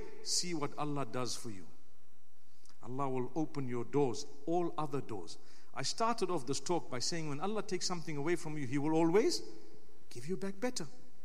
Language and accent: English; Zimbabwe; now in Cardiff, United Kingdom